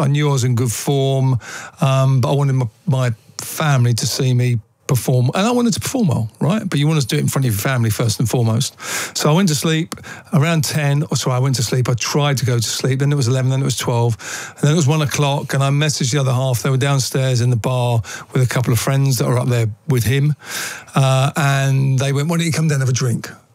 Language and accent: English; Southend-on-Sea, East of England, United Kingdom; also born or lived in Billericay; I was born in 1970. I grew up in Southend-on-Sea in Essex. I was born in Billericay, famous for